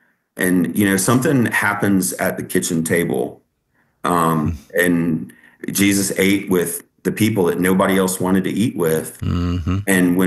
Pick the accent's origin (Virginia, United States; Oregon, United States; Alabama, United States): Virginia, United States; Richmond; now in Southwest Virginia, United States; So I moved here from Richmond, Virginia, about a week after my high school graduation, with my mom and my dad and my daughter, who I had when I was 16, and we moved from the city of Richmond to Southwest Virginia.